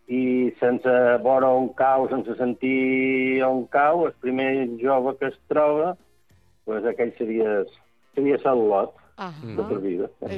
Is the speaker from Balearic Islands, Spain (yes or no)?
yes; Santa Eulària des Riu, Balearic Islands, Spain; som de Santa Eulària, no som de Sant